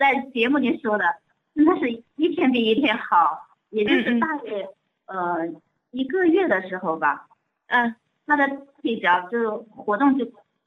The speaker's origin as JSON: {"language": "Chinese", "town": "Changzhou", "region": "Jiangsu", "country": "China", "said": "我家是常州的。"}